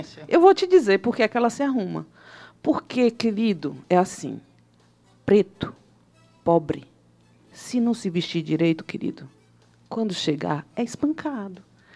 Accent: Juazeiro, Bahia, Brazil; Eu sou de Juazeiro da Bahia. Né? Sou uma mulher sertaneja. Orgulhosa da minha raiz, entendeu?

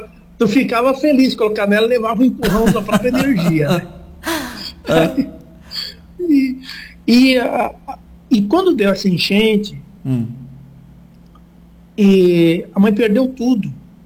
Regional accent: Santa Catarina, Brazil; born there; also born or lived in Petrolândia, Santa Catarina / Joinville; eu nasci em Santa Catarina, então eu sou catarinense roxo.

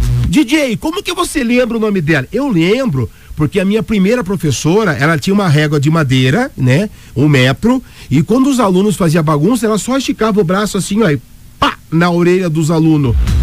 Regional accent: Itapeva, São Paulo, Brazil; moved away; Colégio Otávio Ferrari, na minha cidade natal, Itapeva, São Paulo.

